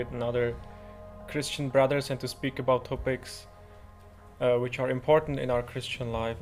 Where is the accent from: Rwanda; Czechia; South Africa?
Czechia; English is a second language; now in Germany; I came with my wife from Czech Republic here in Germany, and God saved us here